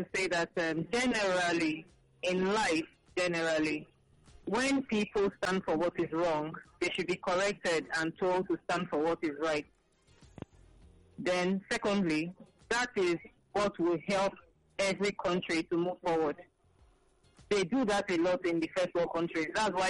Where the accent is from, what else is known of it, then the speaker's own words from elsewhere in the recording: Isheri, Nigeria; from Isheri.